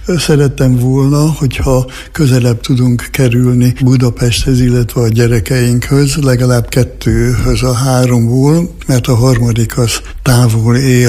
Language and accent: Hungarian; Szentes, Csongrád-Csanád, Hungary; born there; moved away as an adult; also born or lived in Szatmár